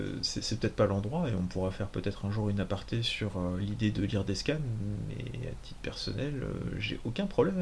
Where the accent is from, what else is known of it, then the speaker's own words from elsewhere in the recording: France; la place de la femme n'est pas du tout la même que chez nous en France.